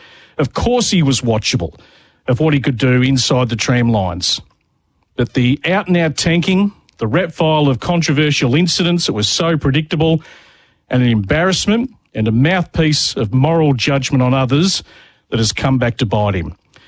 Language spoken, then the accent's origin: English; Australia; one can only lament what we have been dished up as Australian tennis fans.